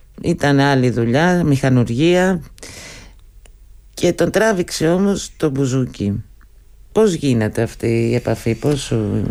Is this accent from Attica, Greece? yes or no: yes; Athens, Attica, Greece; εμένα που τουλάχιστον είμαι από την Αθήνα